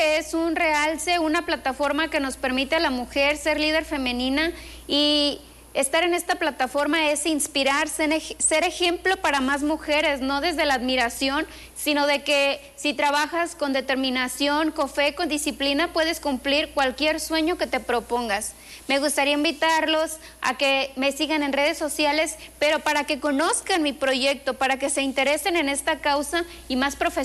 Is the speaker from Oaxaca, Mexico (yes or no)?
no; Apatzingán, Michoacán, Mexico; moved away as an adult; now in Morelia, Mexico; Yo vengo de Apatzingán, representando el municipio de Tierra Caliente.